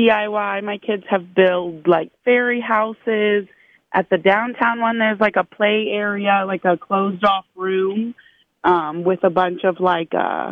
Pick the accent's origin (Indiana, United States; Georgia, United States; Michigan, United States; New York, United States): Indiana, United States; Fort Wayne; from Fort Wayne, and I have 5 kids, and what we would definitely miss is the libraries.